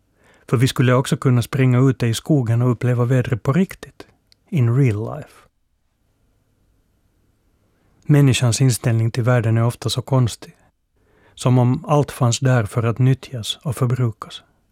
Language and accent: Swedish; Helsinki, Uusimaa, Finland; accent: Finland Swedish; I Helsingfors, som jag kommer ifrån